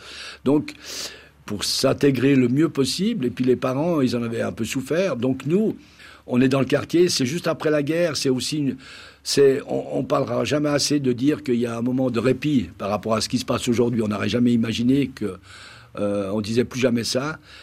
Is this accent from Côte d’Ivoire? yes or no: no; Italy; en tant qu'Italien à ce moment-là, après la Première Guerre, surtout après la Deuxième Guerre, puisque je suis né comme en 44, c'est la fin de la Deuxième Guerre mondiale, avec la fin de Mussolini, évidemment, en tant qu'Italien, il faut vraiment se la coincer.